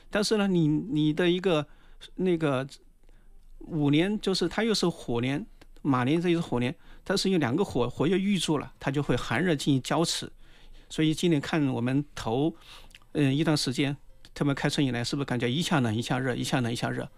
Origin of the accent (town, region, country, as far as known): China